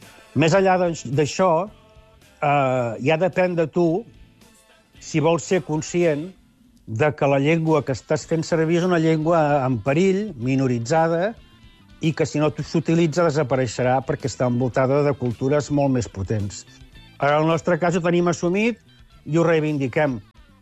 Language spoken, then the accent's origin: Catalan; Constantí, Catalonia, Spain; i al final vam dir, bueno, ja està bé, ja ho sap la gent que som de Constantí.